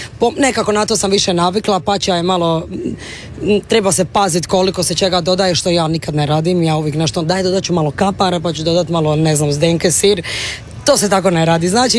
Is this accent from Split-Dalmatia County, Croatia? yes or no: yes; Sinj, Split-Dalmatia County, Croatia; ja sam iz Sinja, tako da kod nas je opće poznato da mi volimo dobro jest